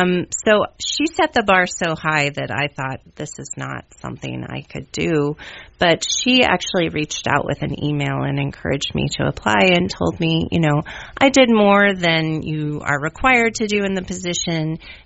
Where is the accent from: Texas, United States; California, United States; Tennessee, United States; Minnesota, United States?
Tennessee, United States; Chattanooga; moved away as an adult; also born or lived in New York / The Gambia / Montana / Arizona; now in Ripon, United States; So I grew up in Tennessee, and then I went to a small private liberal arts college in New York, and then I was in the Peace Corps in West Africa in a tiny little country called the Gambia.